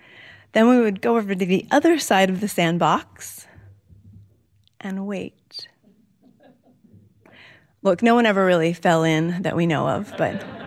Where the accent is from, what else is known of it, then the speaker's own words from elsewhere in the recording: United States; I tell them, the United States. They ask, no, but what's your nationality? I tell them, I'm American.